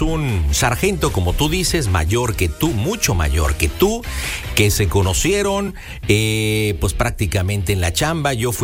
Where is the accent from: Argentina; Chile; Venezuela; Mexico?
Argentina; soy argentino.